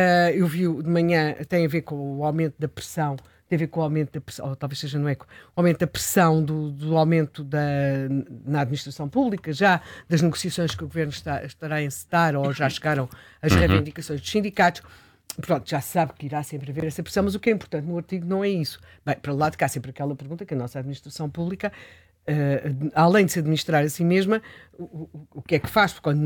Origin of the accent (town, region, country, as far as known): Portugal